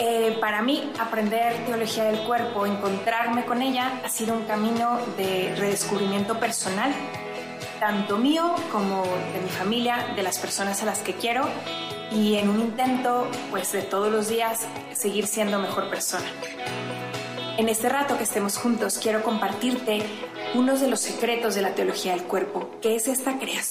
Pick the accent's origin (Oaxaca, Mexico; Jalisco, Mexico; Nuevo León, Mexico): Nuevo León, Mexico; Monterrey; now in Querétaro, Mexico; esposa, mamá, originaria de Monterrey y actualmente vivo en Querétaro con mi familia.